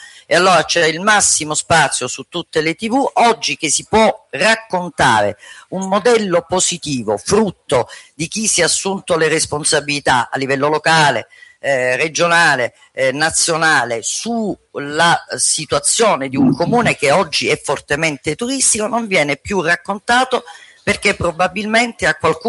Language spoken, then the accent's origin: Italian; Calabria, Italy; siamo da calabrese